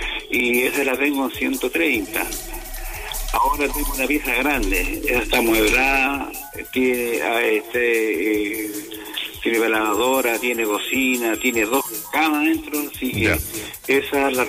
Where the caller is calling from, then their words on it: Copiapó, Atacama, Chile; de Copiapó.